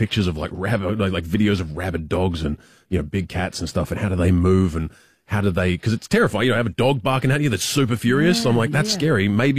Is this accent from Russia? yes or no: no; Australia; I'm Australian, if that helps